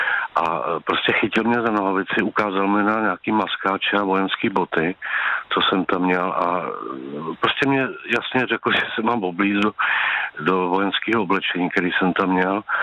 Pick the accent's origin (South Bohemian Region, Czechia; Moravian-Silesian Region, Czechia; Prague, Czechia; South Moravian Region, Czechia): Prague, Czechia